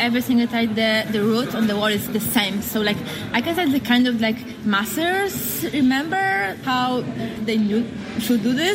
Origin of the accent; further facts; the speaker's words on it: Poland; English is a second language; I'm from Poland, I'm a speed climber, and I competed in the Olympic Games in Paris this summer.